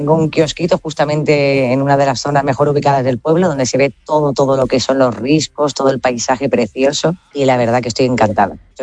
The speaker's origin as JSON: {"language": "Spanish", "town": "Marbella", "region": "Andalusia", "country": "Spain", "said": "Y dije, yo que vengo de Marbella, que hay un kiosco en cada esquina"}